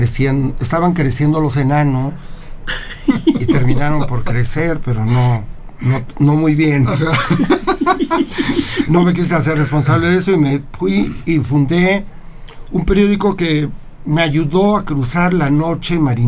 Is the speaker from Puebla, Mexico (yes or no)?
yes; Huauchinango, Puebla, Mexico; Y en Huauchinango, mi pueblo natal, regresando por, lo contaba, por un amor.